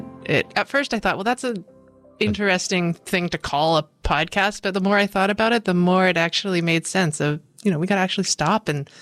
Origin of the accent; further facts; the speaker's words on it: Escondido, California, United States; also born or lived in East Coast, United States; I'm from San Diego. I was born and raised here in Escondido and in Poway and had a lovely childhood. A lot of my family is still here. I spent about a decade, a little more, on the East Coast.